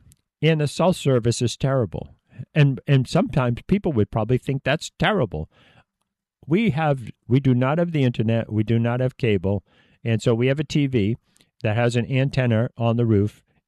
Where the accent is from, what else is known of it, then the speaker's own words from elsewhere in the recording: Nashua, New Hampshire, United States; I am from Nashua, New Hampshire. I grew up here. I grew up in a city.